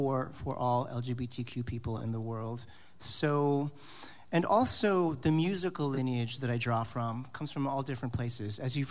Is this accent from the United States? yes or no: no; Philippines; So I'm from the Philippines and come from multiple generations of farmers.